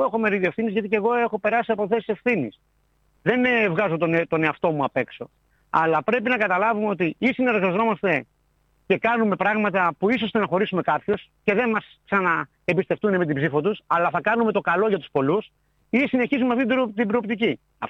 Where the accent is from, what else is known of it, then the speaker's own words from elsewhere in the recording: Samos, North Aegean, Greece; εδώ και 25 χρόνια, 23 χρόνια που βρίσκομαι χειμώνα καλοκαίρι στο νησί μου